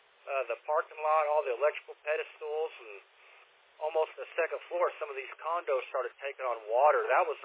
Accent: Midwest, United States; also born or lived in Southwest Missouri; now in Florida, United States; I was born and raised pretty much in the Midwest, Northeast Oklahoma and Southwest Missouri.

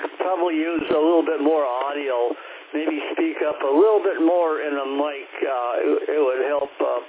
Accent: Massena, New York, United States; now in Penfield, United States; I'm originally from Messina

